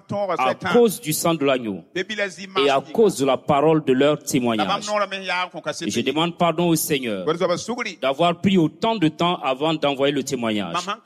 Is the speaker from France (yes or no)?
no; DR Congo; now in Belgium; Je vis en Belgique. Mais je suis originaire de la RDC.